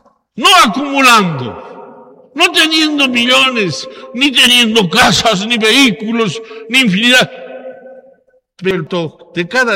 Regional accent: La Paz, Bolivia; Estamos invitados como buenos franciscanos, como buenos paseños, como buenos bolivianos

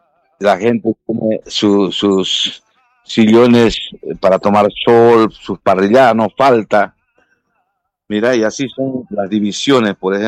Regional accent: Bolivia; Obviamente, cada migrante boliviano

